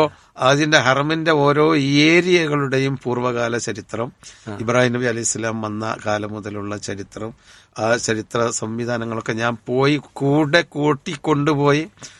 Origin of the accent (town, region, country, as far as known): Kerala, India